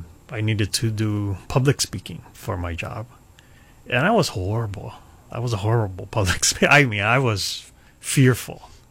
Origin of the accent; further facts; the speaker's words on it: Hilo, Hawaii, United States; You know, growing up in Hilo, my parents ran a family business.